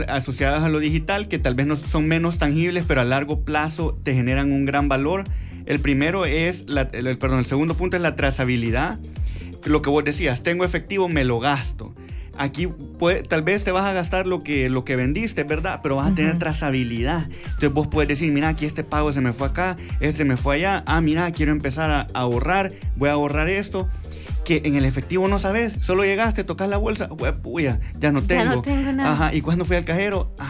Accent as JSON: {"language": "Spanish", "country": "El Salvador", "tie": "born or raised there", "moved": "as an adult", "said": "Yo soy salvadoreño, crecí acá y luego me fui a vivir fuera. Y tras 14 años afuera, regresé a El Salvador a emprender"}